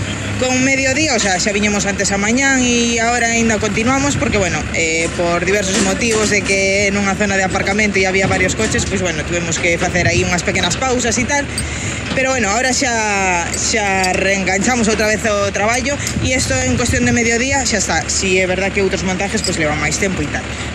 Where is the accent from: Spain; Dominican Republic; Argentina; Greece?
Spain; Xinzo de Limia, Galicia; somos todos nuevos, de corta edad, prácticamente. Y somos de Pontarias, concretamente de Xinzo.